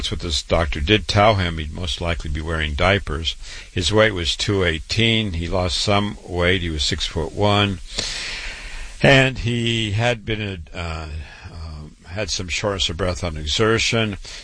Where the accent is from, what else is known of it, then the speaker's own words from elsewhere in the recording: Waterloo, Iowa, United States; I was born and raised in Waterloo, Iowa, MD at 25